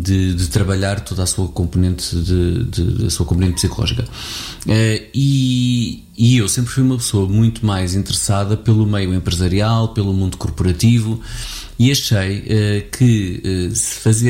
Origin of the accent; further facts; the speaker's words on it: Abrantes, Santarém, Portugal; moved away as an adult; nasci em 1975, no Rossio ao Sul do Tejo, Abrantes, e portanto é um bocadinho esta a minha história aqui, e vivi a minha vida em Abrantes até aos 18 anos, mas já não vivo cá, mas continuo muito ligado a Abrantes.